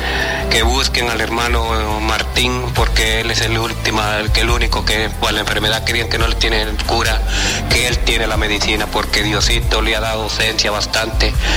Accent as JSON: {"language": "Spanish", "town": "Lancetilla", "region": "Atlántida", "country": "Honduras", "said": "Yo vengo de Lancetía, Tela"}